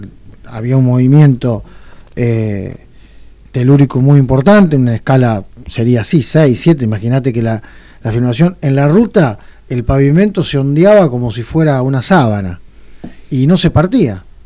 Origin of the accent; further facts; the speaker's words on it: Argentina; Y en particular como argentino también